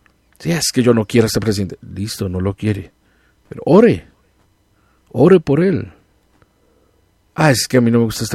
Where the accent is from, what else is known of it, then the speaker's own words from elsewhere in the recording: Colombia; como colombiano que soy